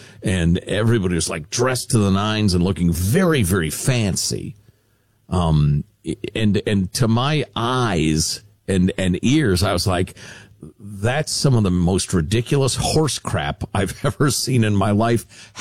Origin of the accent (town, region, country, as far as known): Chicago, Illinois, United States; born or raised there